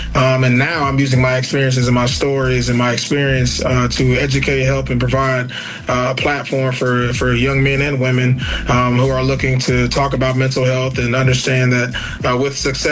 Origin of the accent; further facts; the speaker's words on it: Tallahassee, Florida, United States; I'm from Tallahassee, Florida, born and raised.